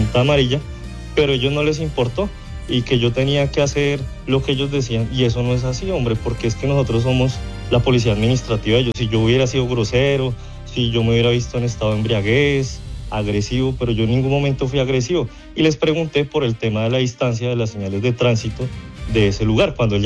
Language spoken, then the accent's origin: Spanish; Bogotá, Colombia; now in Ibagué, Colombia; Y pues la verdad, yo te cuento, yo no soy de Ibagué, yo soy de Bogotá.